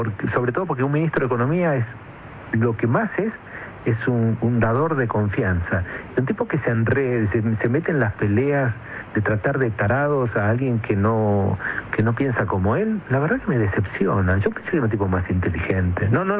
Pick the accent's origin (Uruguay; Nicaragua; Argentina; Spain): Argentina; now in United States